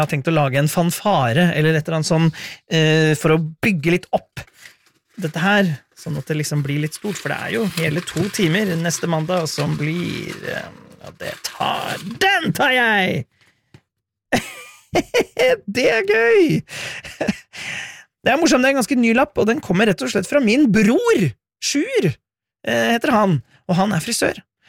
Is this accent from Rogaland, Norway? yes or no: no; Innlandet, Norway; accent: Eastern Norwegian; jeg kommer egentlig fra Hedmarken, men har aldri snakket hedmarksdialekt sånn... Jeg kan gjøre det hvis jeg vil, men det ikke det. Hvis munnen bare har lyst til å gjøre den vil, så snakker den østlandsdialekt.